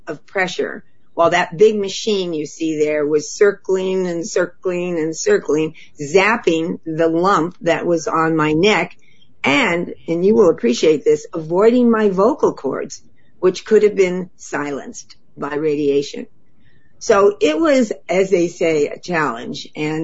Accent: Los Angeles, California, United States; now in Sausalito area, San Francisco Bay, United States; I grew up in Hollywood.

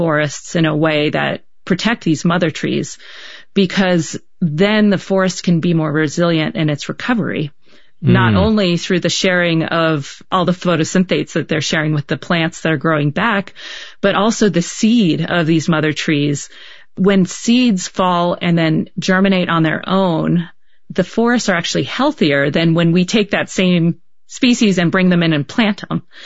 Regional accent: Baltimore, Maryland, United States; You know, I'm from Baltimore

